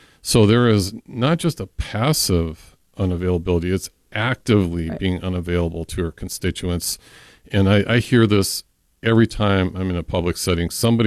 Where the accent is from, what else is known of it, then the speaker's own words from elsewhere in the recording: Montana, United States; moved away as an adult; also born or lived in North Dakota; I've lived in Minnesota since I've been a young adult. I grew up in Montana, North Dakota, and came to Minnesota